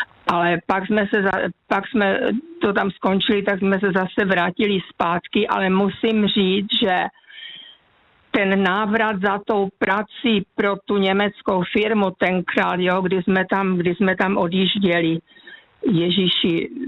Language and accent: Czech; Ostrava, Moravian-Silesian Region, Czechia; born or raised there